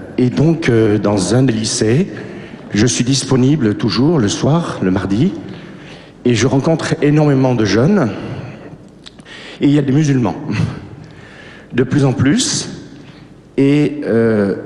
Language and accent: French; Clermont-Ferrand, Auvergne-Rhône-Alpes, France